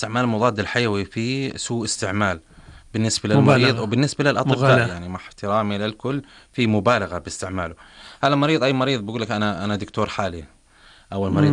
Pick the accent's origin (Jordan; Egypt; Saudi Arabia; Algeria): Jordan; هذا طبعا مش موجود عندنا بالأردن